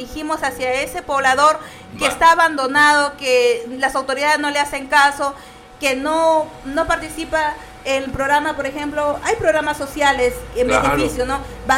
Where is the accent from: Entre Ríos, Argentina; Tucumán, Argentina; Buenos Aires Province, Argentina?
Tucumán, Argentina; Nosotros deberíamos banderear a donde vamos, que somos de Tucumán, que descendemos de una comunidades antiguas